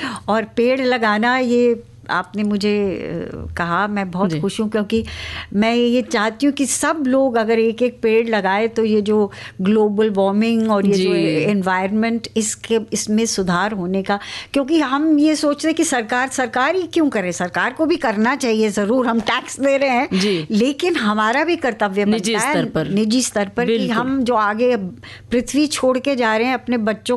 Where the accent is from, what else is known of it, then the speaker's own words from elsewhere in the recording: Uttarakhand, India; मैं भी पहाड़ियों, पहाड़ी महिलाएं बहुत स्ट्रांग होती हैं